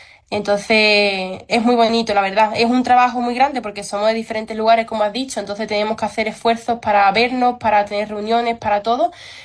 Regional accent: Algeciras, Andalusia, Spain; yo soy de aquí de Algeciras.

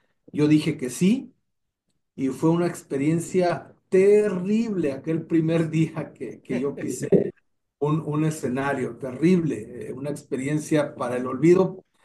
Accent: Reynosa, Tamaulipas, Mexico; now in McAllen, United States; Yo soy originario de muy al norte de México, una ciudad que se llama Reynosa, en el estado de Tamaulipas. Pero ya estoy radicado desde hace 38 años en McAllen, Texas. Me vine para los Estados Unidos, como mucha gente que emigramos buscando mejores oportunidades

